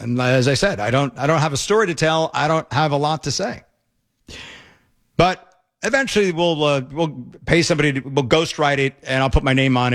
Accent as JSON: {"language": "English", "country": "United States", "said": "It's not just because I'm an American."}